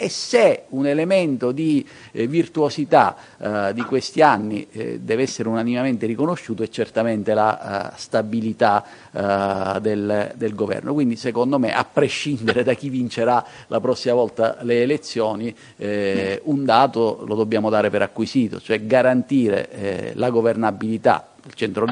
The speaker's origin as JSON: {"language": "Italian", "region": "Sicily", "country": "Italy", "said": "Io provengo da una regione del sud, provengo dalla Sicilia"}